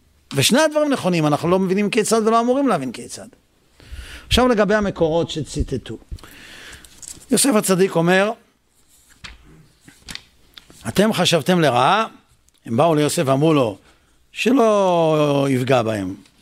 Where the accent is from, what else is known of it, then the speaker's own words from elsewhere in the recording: Netanya, Central District, Israel; כשגדלנו ילדים בנתניה